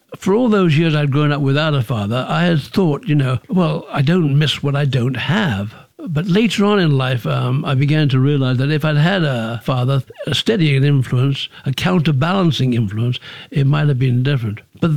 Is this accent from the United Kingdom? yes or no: yes; United Kingdom; She sent me to a boarding school in England when I was 8, and I became very independent. I grew up in Britain, where there was a sort of social revolution